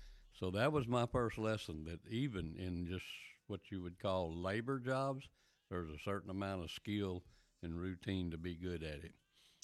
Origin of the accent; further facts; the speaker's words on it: Lubbock, Texas, United States; my hometown of Lubbock, Texas